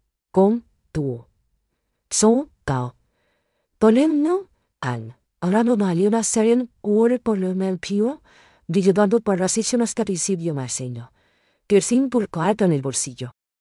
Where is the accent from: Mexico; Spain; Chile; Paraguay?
Paraguay; nos identifique como paraguayos